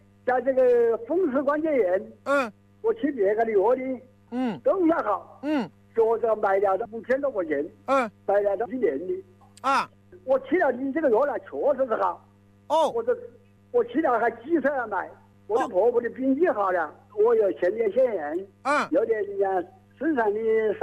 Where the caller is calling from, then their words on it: Wuhan, Hubei, China; 我是武汉市蔡甸区聚宜街的雪山村五洲。